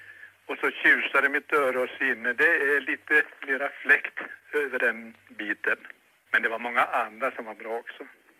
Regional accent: Kiruna, Norrbotten County, Sweden; now in Härnösand, Sweden; Ja, 3 år blir det väl. Jag kommer från Kiruna.

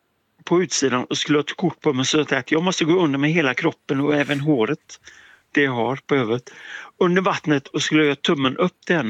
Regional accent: Orust, Västra Götaland County, Sweden; jag är uppvuxen på Orust på sommarställe, vet du.

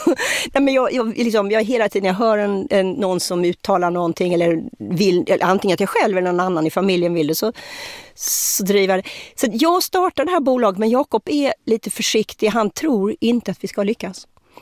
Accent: Sweden; moved away as an adult; jag kom ju då från Sverige

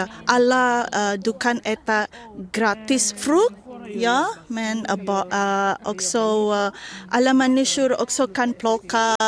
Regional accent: Indonesia; Swedish is a second language; now in Sweden; Skogen i min hemland, inte mycket bär.

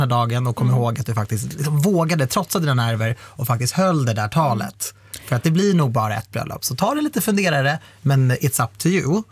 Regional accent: Iran; Ja, vi är ju iranier.

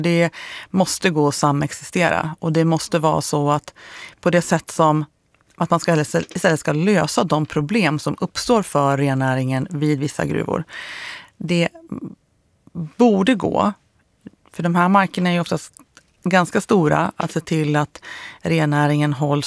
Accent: Jämtland County, Sweden; Jag är ju uppväxt i Jämtlandsfjällen och har fiskat där mycket.

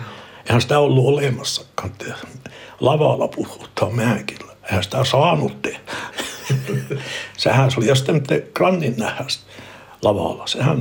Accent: Norrbotten County, Sweden; also born or lived in Kiruna; olen Jonossona syntynyt, vähän matkaa Jonossa, sen kylän nimi oli Saajo. Siellä mä olen syntynyt. Eli minä Saajossa, mä olen faktisesti syntynyt Jonossona

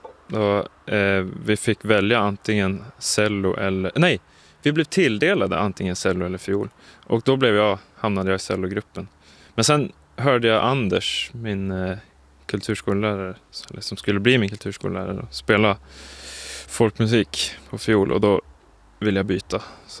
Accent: Österbillsjö, Västernorrland County, Sweden; Österbillsjö där jag kommer ifrån.

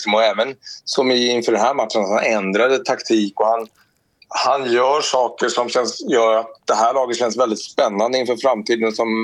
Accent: Sweden; som svensk

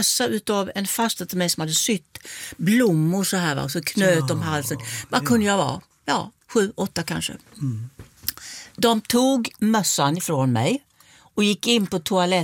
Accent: Kristianstad, Skåne, Sweden; born or raised there

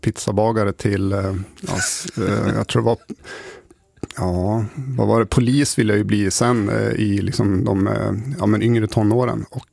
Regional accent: Sundsvall, Västernorrland County, Sweden; jag är ju uppväxt här i Sundsvall.

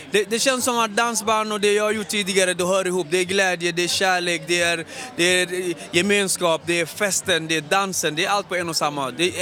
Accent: Haninge, Stockholm County, Sweden; Vi är från Haninge, vi har Haninge barn. Hans fru är från Jordbro och jag är från Jordbro. Ja. Så att Jordbro barn, vi möts igen.

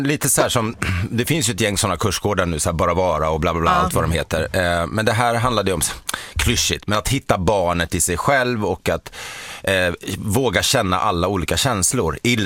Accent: Sweden; also born or lived in Botkyrka, Stockholm County; vi är gamla svenskar sådär.

